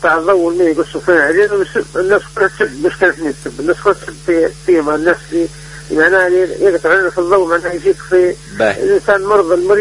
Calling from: Ben Gardane, Medenine, Tunisia; من بن جرزان.

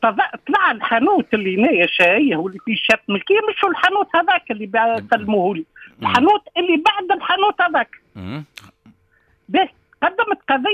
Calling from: Ezzahra, Ben Arous, Tunisia; من الزهرة

